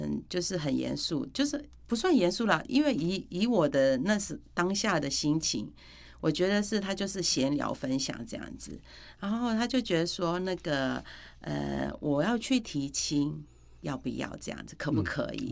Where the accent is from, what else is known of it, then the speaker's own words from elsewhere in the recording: Myanmar; moved away; 他问我说你是哪里人，然后我就说缅甸的